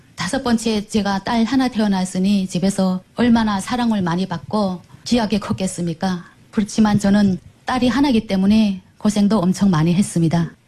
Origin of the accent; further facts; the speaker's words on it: North Hamgyong, North Korea; now in South Korea; 저희 고향은 함경북도 원숭이고요. 2005년도에 탈북해서 남한에는 2009년도에 입국했습니다.